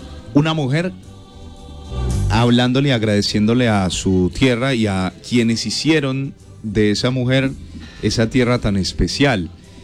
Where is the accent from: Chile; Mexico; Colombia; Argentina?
Colombia; Pereira, Risaralda; como colombiano y como pereirano en el exterior.